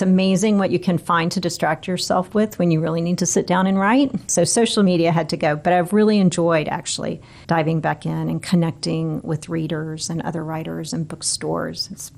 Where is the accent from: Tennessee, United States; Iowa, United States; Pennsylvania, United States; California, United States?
Tennessee, United States; Nashville; born there; now in East Tennessee, United States; I was born in Middle Tennessee, born in Nashville, and the land is different there. You know, it's more rolling hills. And then here in East Tennessee, the mountains really cradle you